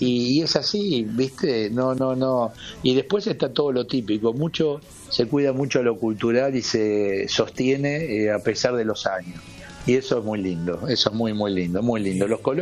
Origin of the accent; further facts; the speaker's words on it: Argentina; De Argentina te preguntan, pues sos argentino